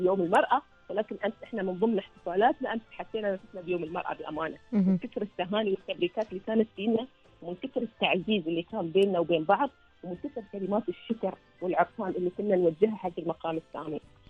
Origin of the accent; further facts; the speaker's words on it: Oman; أنا لما أطلع ومثل عمان أنا أفتخر إني عمانية